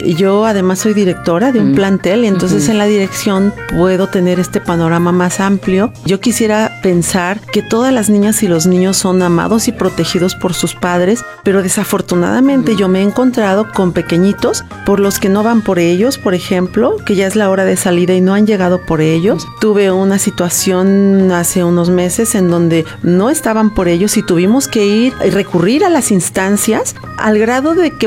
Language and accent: Spanish; Jalisco, Mexico; Jalisciense, con mucho orgullo.